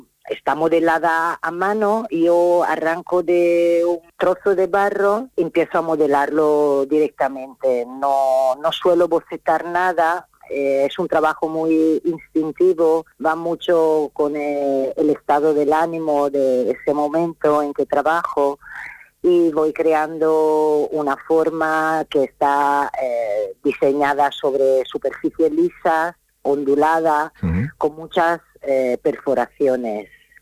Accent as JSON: {"language": "Spanish", "town": "Florence", "region": "Tuscany", "country": "Italy", "moved": "yes", "lives_now": "Alicante, Spain", "said": "Pues yo soy de Italia, de Florencia, y vivo en Alicante desde hace 20 años. En el Campello, exactamente."}